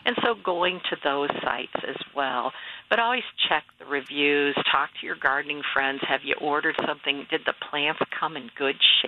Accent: Ohio, United States; I grew up in Ohio, and my dad, we'd always go, please grow watermelon.

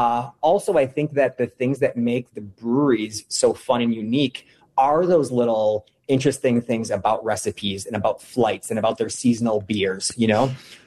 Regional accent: Wisconsin, United States; I grew up in Wisconsin. And I come from a family that loves spending time outdoors.

